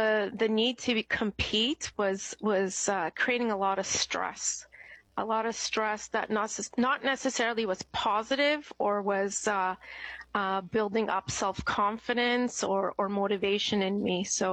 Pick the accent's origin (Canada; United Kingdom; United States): Canada; now in Winnipeg, Canada; I'm a first-generation Canadian